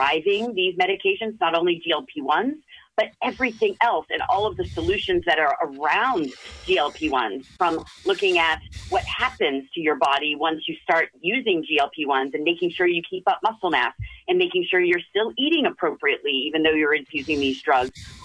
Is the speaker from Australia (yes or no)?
no; Boston, Massachusetts, United States; I was born and brought up in Boston. I went to Smith and I went to Harvard.